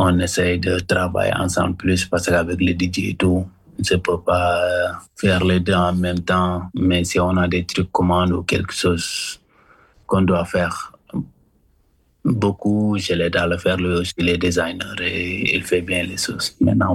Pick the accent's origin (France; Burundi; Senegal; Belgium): Senegal; mes d'origine, like, mes cousins chez moi, au Sénégal